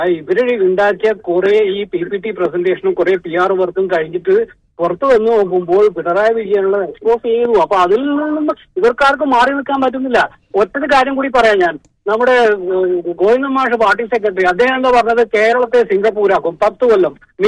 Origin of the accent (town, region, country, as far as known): Kannur, Kerala, India; now in Dubai, United Arab Emirates